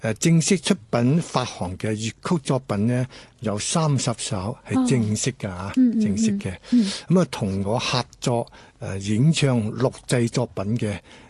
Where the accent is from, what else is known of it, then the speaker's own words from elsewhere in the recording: Guangdong, China; 所以呢樣嘢咧，嶺南文化對我哋廣府人嚟講咧，係好多共同點嘅。